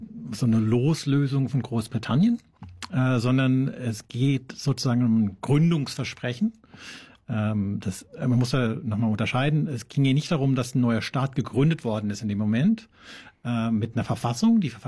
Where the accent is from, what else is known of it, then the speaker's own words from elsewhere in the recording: Baden-Württemberg, Germany; also ich bin in Baden groß geworden, da, zwischen Elsass und Baden